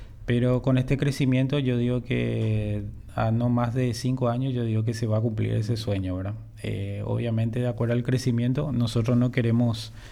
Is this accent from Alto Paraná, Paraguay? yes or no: no; Misiones, Paraguay; moved away as an adult; now in Pilar, Paraguay; yo soy el único funcionario en el departamento que no soy de Pilar, soy de Misiones, pero ya me siento ya pilarense, ya hace 10 años de que se inició la cooperativa